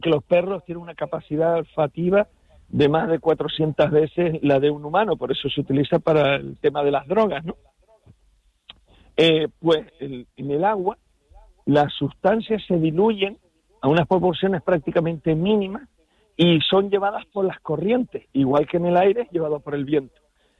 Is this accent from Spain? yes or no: yes; El Hierro, Canary Islands, Spain; yo que voy a decir que soy del Hierro